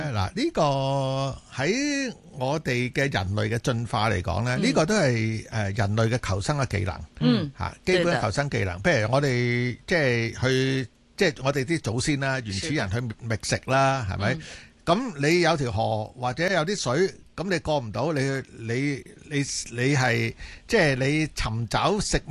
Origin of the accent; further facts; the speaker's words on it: Guangdong, China; accent: Cantonese; 我哋广东话系叫做